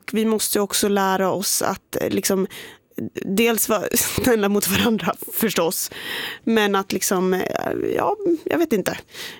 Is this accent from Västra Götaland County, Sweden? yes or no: no; Umeå, Västerbotten County, Sweden; jag är ju från Sveriges brännbollstad.